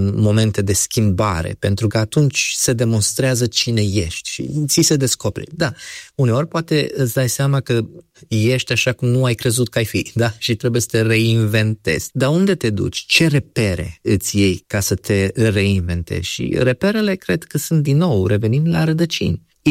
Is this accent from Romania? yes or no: yes; Romania; se vorbește despre neamul român, anumite valori pe care noi le avem ca români.